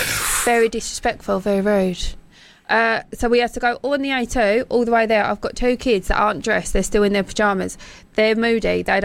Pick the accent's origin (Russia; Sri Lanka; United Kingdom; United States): United Kingdom; South East England; I'm from Kent. I'm proud of it.